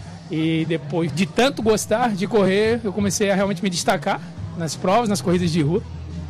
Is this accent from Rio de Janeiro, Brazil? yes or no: no; Florianópolis, Santa Catarina, Brazil; É Florianópolis, manezinho da Ilha Raiz.